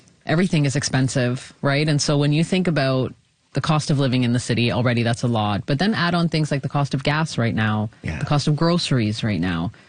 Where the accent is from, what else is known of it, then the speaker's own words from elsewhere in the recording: Toronto, Ontario, Canada; I mean, I was born and raised in Toronto, like in Etobicoke.